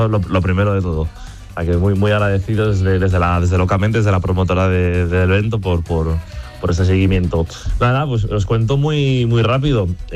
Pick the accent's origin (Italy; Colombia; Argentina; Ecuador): Italy; Spanish is a second language; now in Spain; A mí, como italiano, aunque no tenga acento, por desgracia, porque llevo aquí muchísimos años, me tira mucho la parte italiana, como es lógico.